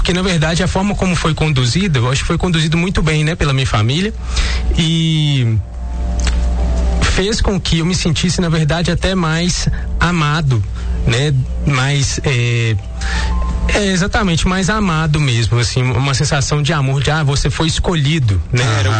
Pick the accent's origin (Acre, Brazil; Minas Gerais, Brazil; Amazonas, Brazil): Minas Gerais, Brazil; Coronel Fabriciano; born or raised there